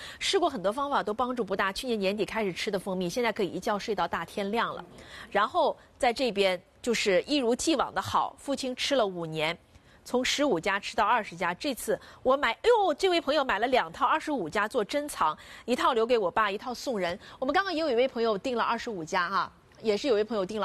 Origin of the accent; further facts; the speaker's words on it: China; 我们中国人